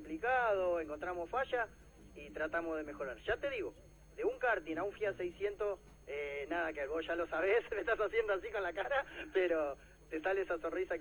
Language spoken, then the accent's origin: Spanish; La Plata, Buenos Aires Province, Argentina; Soy de La Plata, de la ciudad de La Plata.